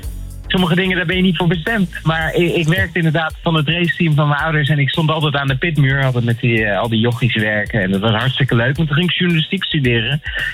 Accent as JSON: {"language": "Dutch", "town": "Zandvoort", "region": "North Holland", "country": "Netherlands", "tie": "born or raised there", "said": "dit is ook de plek waar ik ben opgegroeid op Zandvoort."}